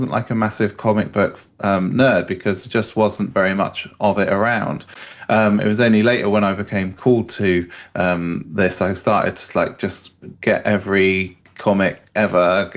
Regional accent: South West England, United Kingdom; I grew up in Cornwall in the UK

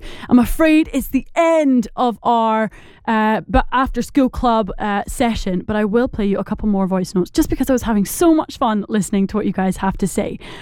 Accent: Glasgow, Scotland, United Kingdom; accent: Glaswegian; It is such a joy to hear that Glaswegian accent, as I have one too.

